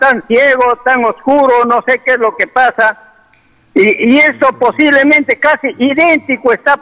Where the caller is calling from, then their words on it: Peru; aquí nosotros en el Perú